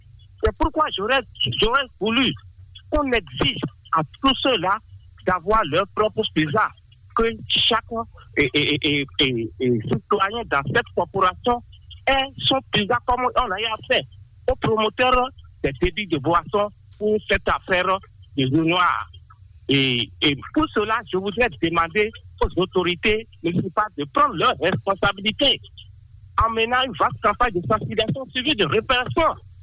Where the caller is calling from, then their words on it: Akassato, Atlantique, Benin; Je vous appelle de Jean-Claire-Ville d'Akassatou.